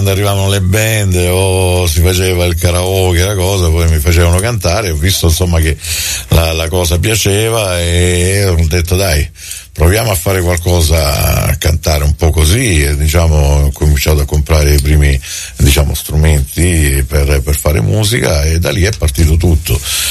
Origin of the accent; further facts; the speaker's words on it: Castrignano del Capo, Apulia, Italy; io sono di Castagnano del Capo, abito proprio a Salignano, una frazione di Castagnano del Capo